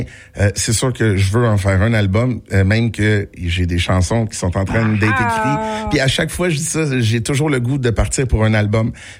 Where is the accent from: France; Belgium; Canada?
Canada; Montreal, Quebec; on revient dans ma ville natale, Verdun.